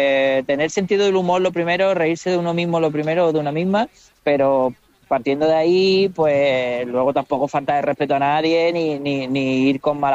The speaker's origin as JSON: {"language": "Spanish", "town": "Málaga", "region": "Andalusia", "country": "Spain", "tie": "born or raised there", "also_born_or_lived": "Canary Islands", "said": "Sí, yo nací en Canarias por motivos laborales de mi familia, pero vamos, mi familia es de Málaga, mi ascendencia son de Málaga, de un pueblo que se llama Pizarra, de allí de Málaga, uh-huh. Y me he criado en Málaga ciudad, sí."}